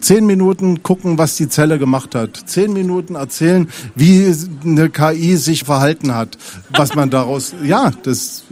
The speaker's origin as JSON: {"language": "German", "region": "Thuringia", "country": "Germany", "tie": "born or raised there", "said": "Ich bin in der thüringischen Provinz groß geworden. In einem Ort mit 700 Einwohnern."}